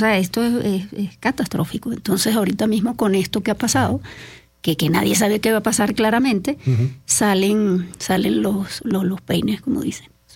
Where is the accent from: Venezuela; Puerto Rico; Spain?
Venezuela; now in Mexico; Fíjate, nosotros como venezolanos nos impacta mucho el tema de los gastos hidráulicos y de uh-huh. cómo se hacen las cosas. Acá estamos acostumbrados ya a los temblores.